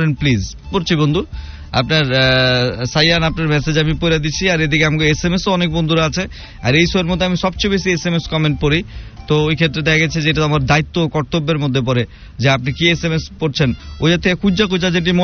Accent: Dhaka, Dhaka Division, Bangladesh; আমি ঢাকাইয়া কয়ে কোনো সরম নাই

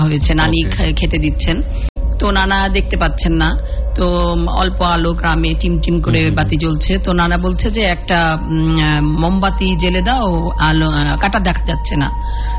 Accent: Faridpur, Dhaka Division, Bangladesh; moved away as an adult; also born or lived in Canberra; আমার জন্ম ফরিদপুরে।

